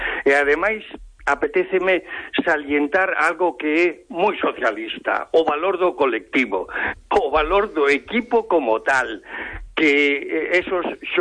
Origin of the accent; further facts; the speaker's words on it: Galicia, Spain; eu orgullosísimo da selección española, porque son español, ademais de galego